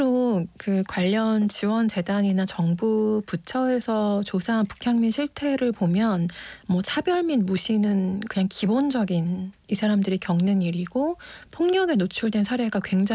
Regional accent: Seoul, South Korea; 저는 서울에서 나고 자라서 그냥 서울 안에서 생활하는 게 너무 익숙한 사람이었는데

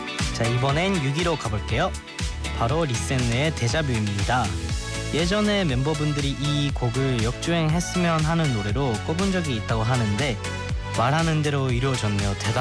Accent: Japan; Korean is a second language; 어디서 왔어? 하면 저 일본에서 왔어요 얘기하

